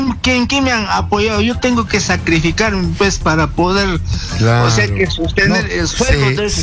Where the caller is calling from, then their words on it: Puno, Peru; Acá te estoy llamando de Puno, señor.